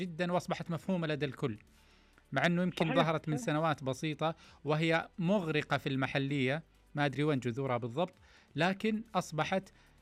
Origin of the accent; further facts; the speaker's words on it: Saudi Arabia; اللهجة البيضاء عندنا اللي يتكلم فيها كل السعوديين